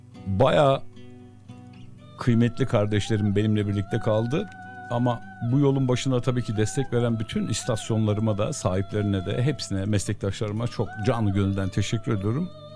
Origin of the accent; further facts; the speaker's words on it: Sorgun, Yozgat, Turkey; Hem hemşerim, biliyorsunuz ben Sorgunluyum.